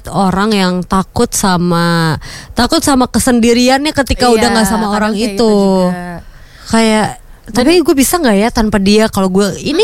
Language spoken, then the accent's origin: Indonesian; Ambon, Maluku, Indonesia; Aku juga karena aku orang Ambon.